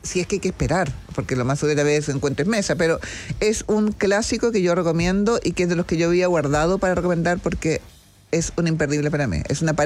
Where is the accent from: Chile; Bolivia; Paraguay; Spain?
Chile